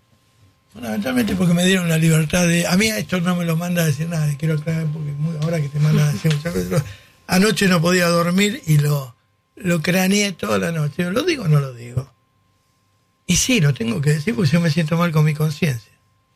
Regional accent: Basque Country, Spain; Pero uno nace así. Yo soy vasco. Vasco. Los vascos somos muy jodidos.

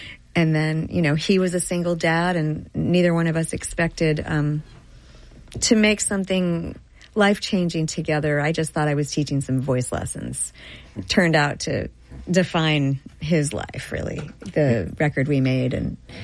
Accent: San Francisco, California, United States; I grew up in Golden Gate Park going to all those concerts, and you know, it was all I knew.

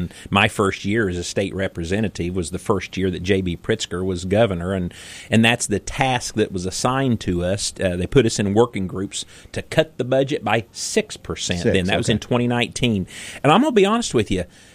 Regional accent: Louisville, Illinois, United States; now in Xenia, United States; Louisville. Louisville is my hometown. Xenia is my address. We're right between the two, so very, very rural area.

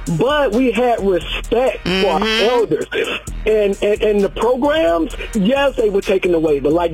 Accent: Chicago, Illinois, United States; I rock with you from the WGCI days, born and raised in Chicago.

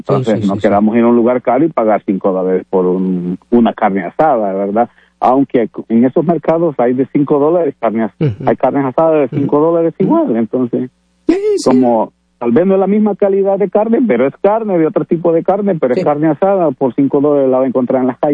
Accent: El Salvador; yo soy de El Salvador también

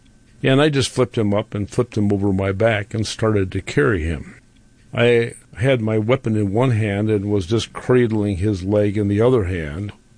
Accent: Wisconsin, United States

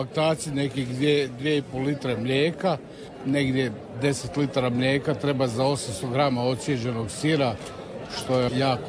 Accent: Komletinci, Vukovar-Srijem County, Croatia; dolazim iz Komletinaca.

